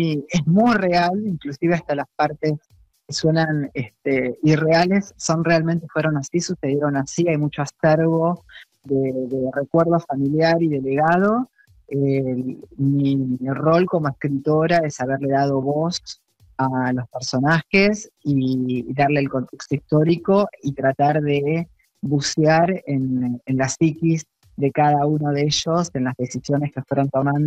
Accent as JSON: {"language": "Spanish", "town": "Tigre", "region": "Buenos Aires Province", "country": "Argentina", "said": "yo soy de Tigre"}